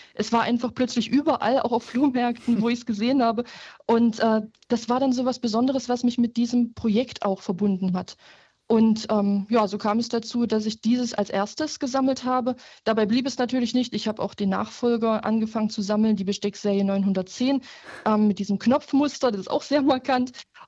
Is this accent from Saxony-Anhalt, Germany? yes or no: yes; Merseburg, Saxony-Anhalt, Germany; born there; Ich bin ja auch in Merseburg geboren. Insofern hatte ich auch den Bezug zu dem Ort.